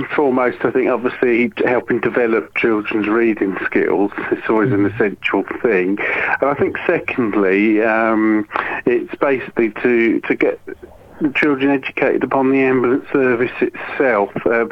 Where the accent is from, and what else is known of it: Norwich, East of England, United Kingdom; born or raised there; also born or lived in Worcester